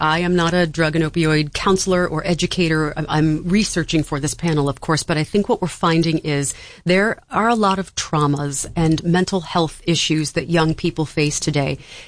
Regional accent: Elk County, Pennsylvania, United States; moved away; I am from Elk County. I grew up in Western Pennsylvania

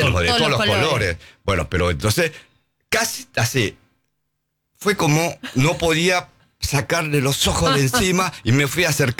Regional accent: South Korea; now in Argentina; Éramos 40 familias que salimos de Corea.

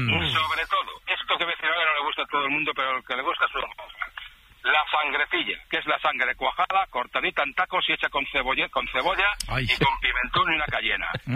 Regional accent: Valladolid, Castile and León, Spain

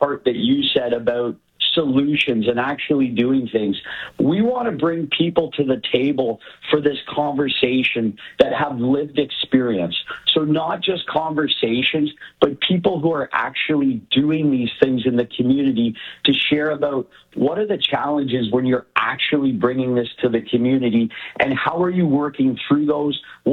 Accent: Niagara, Ontario, Canada; Niagara, I've been born and raised in Niagara

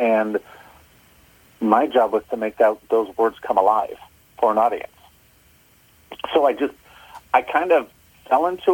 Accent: San Francisco, California, United States; On paper, I grew up in San Francisco. On paper, born and raised San Francisco. I think I'm one of the last remaining seven.

